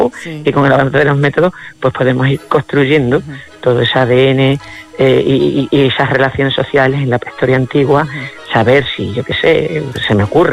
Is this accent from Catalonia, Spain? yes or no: no; Extremadura, Spain; que es casi tanto o más calor que el que hace en mi tierra aquí en Extremadura.